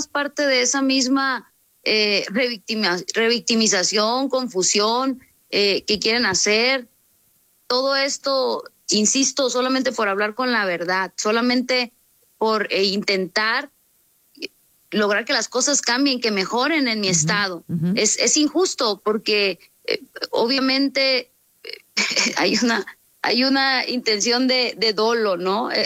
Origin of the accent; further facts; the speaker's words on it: Sinaloa, Mexico; pues soy norteña, soy sinaloense